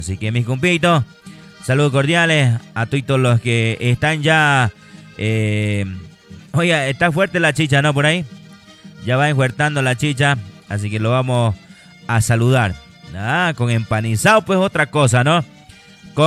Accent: Moromoro, Chuquisaca, Bolivia; moved away; Vámonos pa' Moromoro, allá mi tierra natal. Tierra de la chirimoya, ¿no, Moromoro?

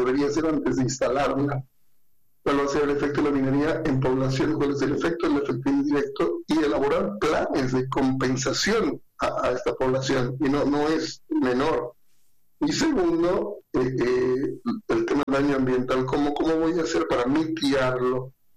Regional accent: Bolivia

